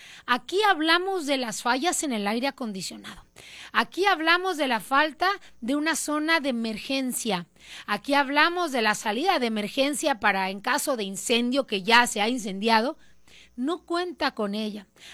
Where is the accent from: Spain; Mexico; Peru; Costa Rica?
Mexico; Sonora; hoy yo hice un reclamo legítimo como sonorense